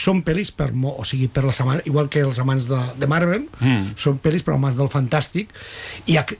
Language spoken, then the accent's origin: Catalan; Sitges, Catalonia, Spain; No, jo soc fill de Sitges.